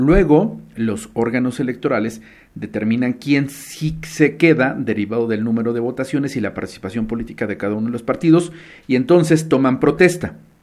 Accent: Mexico; Si bien es cierto, nosotros debemos ser, por ser únicos como mexicanos

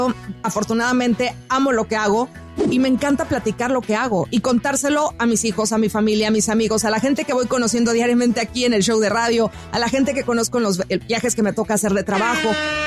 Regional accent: Mazatlán, Sinaloa, Mexico; moved away; Soy la mazatleca que anda por acá viajando por el mundo

